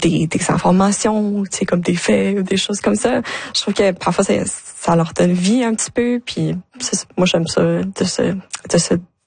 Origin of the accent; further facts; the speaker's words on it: Moncton, New Brunswick, Canada; moi je viens de Moncton, donc on s'entend dans le Nouveau-Brunswick, Moncton, c'est quand même une grande ville. Mais je peux dire que moi, grandissant à Moncton, je filais pas comme si c'était une grande ville.